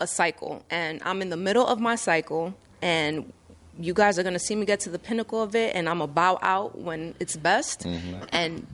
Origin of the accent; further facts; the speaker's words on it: New York, United States; dad's side, Dominican Chinese, mom's side, Dominican Turkish, so I'm a big mutt. but I was born and raised in New York between the Bronx and Dyckman.